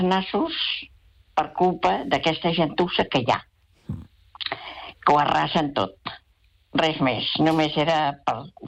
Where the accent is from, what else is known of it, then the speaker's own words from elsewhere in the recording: Barcelona, Catalonia, Spain; born there; now in Premià, Spain; Jo vaig néixer a Barcelona i vaig néixer en aquest carrer.